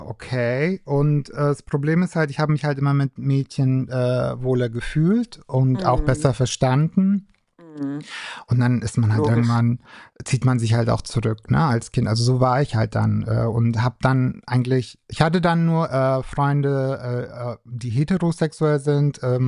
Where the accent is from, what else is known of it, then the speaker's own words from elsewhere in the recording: Rothenburg ob der Tauber, Bavaria, Germany; Nee, aber Sache war die so, weil ich komme aus der Kleinstadt Rodenburg